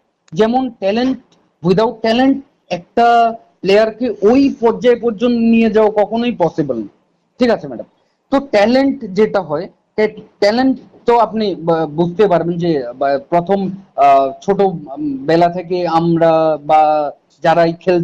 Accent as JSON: {"language": "Bangla", "country": "India", "said": "আমরা ইন্ডিয়ান"}